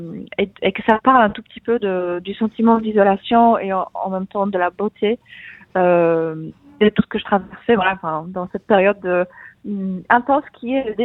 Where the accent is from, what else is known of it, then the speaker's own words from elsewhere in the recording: Poland; first language Polish; French is a second language; si j'étais en Pologne et que je devais parler de tout ça en polonais, ça serait peut-être un poil plus difficile